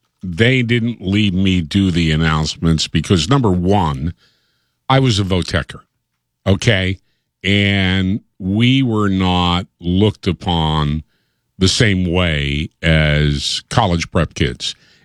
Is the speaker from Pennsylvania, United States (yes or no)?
yes; Reading, Pennsylvania, United States; moved away; my hometown of Reading.